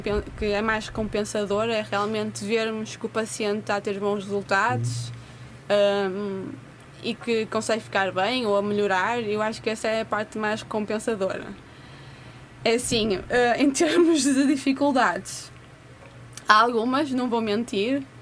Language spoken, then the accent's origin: Portuguese; Matosinhos, Norte, Portugal; sou daqui de Matosinhos